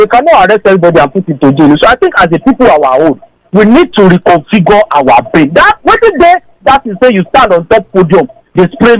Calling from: Lagos, Nigeria; on the line. I'm calling from Akoka.

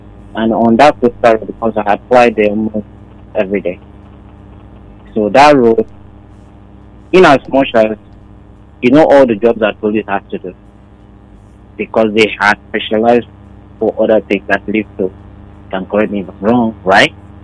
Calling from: Nigeria; Yeah, I'm calling from Nigeria right now.

